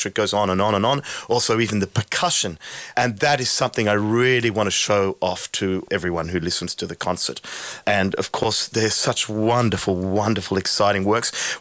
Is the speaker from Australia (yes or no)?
no; India; But first, I want to take the orchestra to my home country of India.